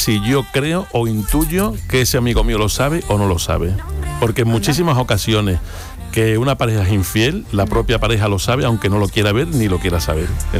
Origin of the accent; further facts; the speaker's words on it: Utrera, Andalusia, Spain; Yo soy de Utrera